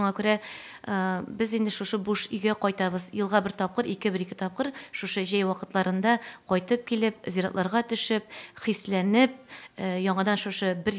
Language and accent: Tatar; Tyorkesh, Tatarstan, Russia; Кукмара, Кукмара минем яраткан районым, Кукмара, мин Кукмара районы Төркеш авылыннан чыккан кеше.